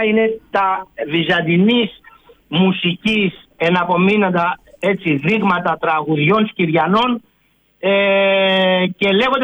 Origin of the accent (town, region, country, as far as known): Skyros, Central Greece, Greece